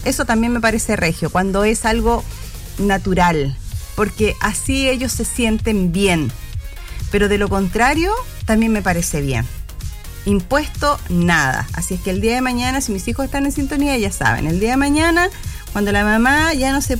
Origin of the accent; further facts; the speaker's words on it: Chile; Si somos chilenos, nos entendemos.